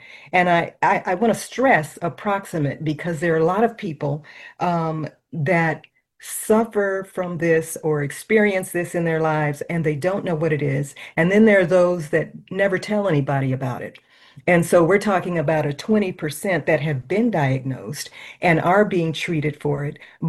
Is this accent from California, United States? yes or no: yes; Los Angeles, California, United States; I grew up in Los Angeles, was educated in Los Angeles, in Southern California.